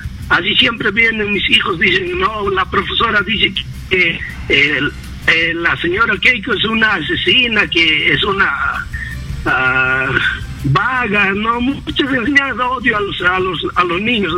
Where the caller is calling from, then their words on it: Ayacucho, Peru; Yo soy de Ayacucho